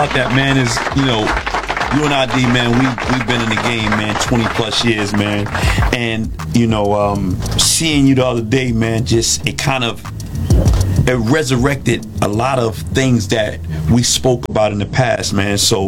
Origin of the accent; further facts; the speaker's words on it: Bronx, New York, United States; Growing up in the Bronx, of course, you know, they say we are the Mecca of it all. How about